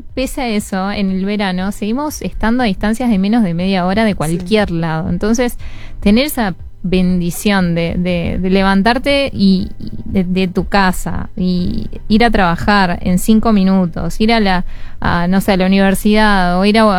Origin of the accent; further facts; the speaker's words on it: Montevideo, Uruguay; moved away as an adult; now in Maldonado, Uruguay; soy de Montevideo y me vine a Maldonado hace 11 años